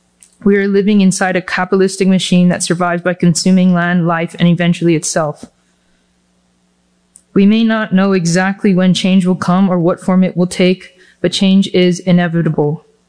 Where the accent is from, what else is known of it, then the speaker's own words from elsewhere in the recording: Hilo, Hawaii, United States; I'm from Hilo.